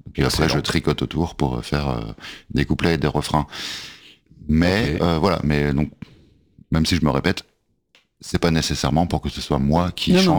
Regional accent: south of France, France; accent: southern; Et pourquoi j'ai l'accent du sud, je sais pas.

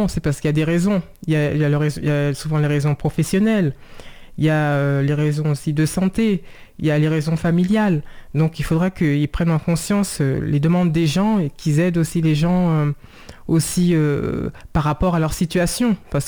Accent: Saint-Cloud, Île-de-France, France; born there; parce que je suis née en France, à Saint-Cloud, dans les Hauts-de-Seine.

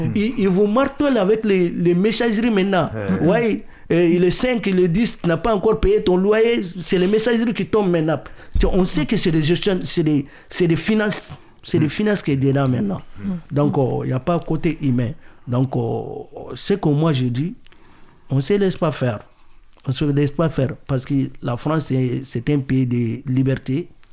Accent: Mali; Moi, je suis Malien.

